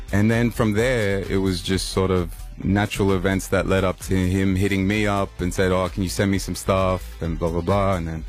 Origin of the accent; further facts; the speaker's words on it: Sydney, New South Wales, Australia; I'm from Sydney, yes.